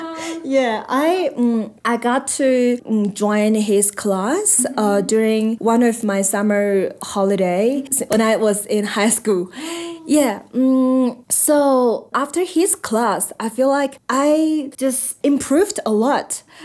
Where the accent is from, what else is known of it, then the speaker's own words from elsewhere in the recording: Lhasa, Tibet, China; English is a second language; moved away as an adult; also born or lived in Shanghai / Jiangsu / Tianjin / Xiamen; But before that, as you mentioned, I grew up in Lhasa. But after my primary school, I went to a lot of different places to study in China, like Shanghai, Jiangsu, Tianjin, and Xiamen.